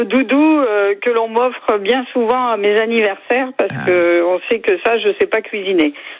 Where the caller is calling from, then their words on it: Aumelas, Occitanie, France; moi je suis à Aumelas.